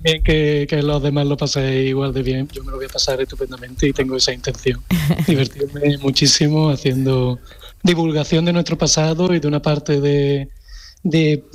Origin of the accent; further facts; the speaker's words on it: Andalusia, Spain; la radio pública, que es la más escuchada de Andalucía, que es mi tierra, es un verdadero privilegio.